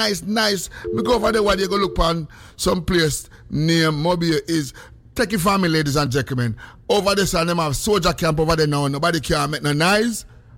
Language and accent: English; Spanish Town, Saint Catherine Parish, Jamaica; Yes, I am from Capture Land. I am from Capture Land, Spanish town.